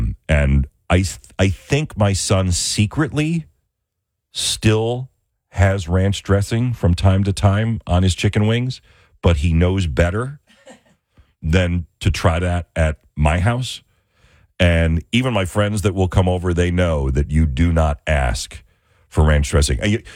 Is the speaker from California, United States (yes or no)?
no; Buffalo, New York, United States; I grew up in the Buffalo area